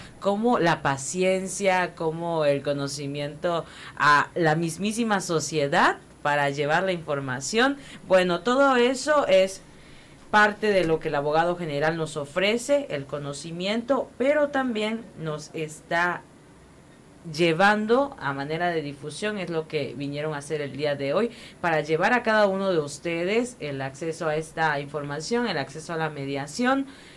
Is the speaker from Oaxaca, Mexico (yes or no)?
no; Tabasco, Mexico; somos tabasqueños